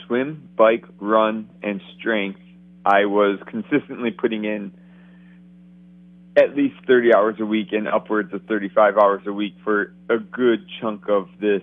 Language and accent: English; Michigan, United States; Well, so I grew up in Michigan, and as a kid, if you asked me what I wanted to be when I grew up, it would be a professional athlete.